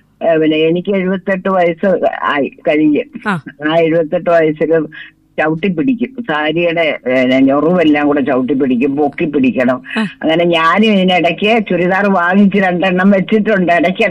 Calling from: Kerala, India; കല്ലേലി ഭാഗത്ത് നിന്ന്, എറണാകുളിക്ക് അടുത്താ കല്ലേലി ഭാഗം. കല്ലേലി ഭാഗത്ത് നിന്ന്

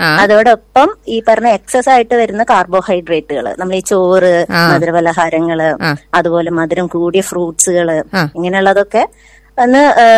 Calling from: Kondotty, Kerala, India

